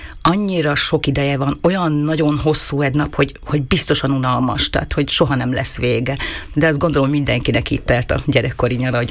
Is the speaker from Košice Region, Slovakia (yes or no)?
yes; Krasnohorské Podhradie, Košice Region, Slovakia; Ugye hegyek, erdő között nőttem föl, és a gyerekkorom Krasznokán, illetve nagymamámmal Várhosszúréten töltöttük.